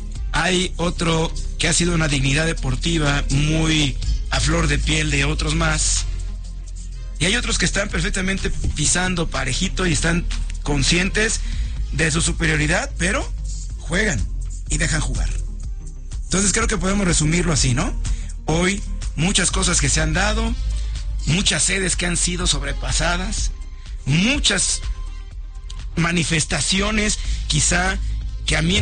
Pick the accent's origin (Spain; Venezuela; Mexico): Mexico; no somos los mexicanos los únicos que nos desbordamos a la calle en otros países